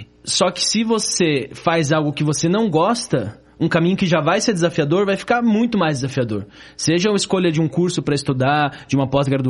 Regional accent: Curitiba, Paraná, Brazil; Eu nasci aqui em Curitiba mesmo, William.

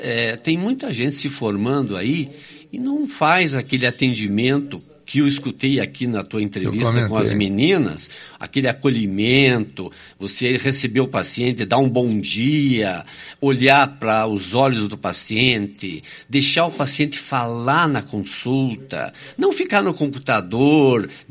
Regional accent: Campo Alegre, Santa Catarina, Brazil; born there; Eu sou nascido em Santa Catarina, numa cidadezinha pequena chamada Campo Alegre. Essa cidade fica do lado de São Bento do Sul.

